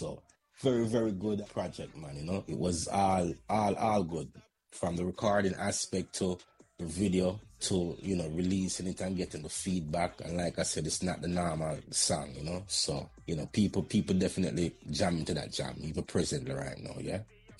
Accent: Jamaica; even growing up in Jamaica, you know, from, you know, like, you know, back in the 90s

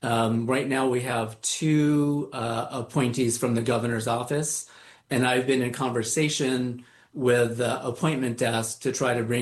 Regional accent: United States; I am Japanese American. I'm third generation. So my parents were also born in the United States.

